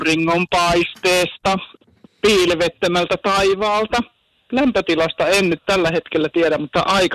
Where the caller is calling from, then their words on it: Parikkala, South Karelia, Finland; täältä Parikkalasta mökiltä soittelee